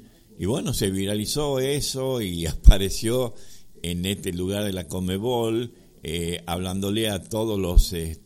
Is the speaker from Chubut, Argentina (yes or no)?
no; Salta, Argentina; somos salteño